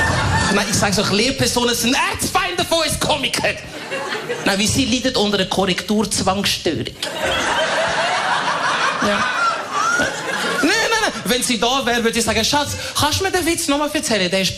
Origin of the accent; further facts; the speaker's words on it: Aargau, Switzerland; Aufgewachsen im Aargau und ich glaube, wir, würde ich jetzt mal behaupten, reden am neutralsten.